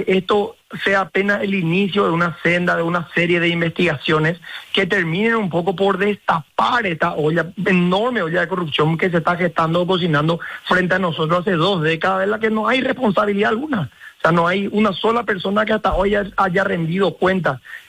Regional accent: Ciudad del Este, Alto Paraná, Paraguay; Escúchame, yo soy de Ciudad del Este, yo sé cómo funciona.

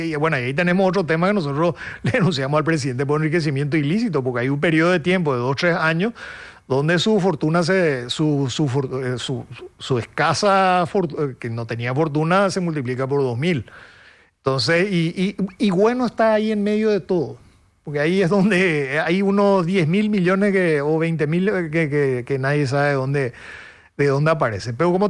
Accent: Asunción, Paraguay; soy asunceno

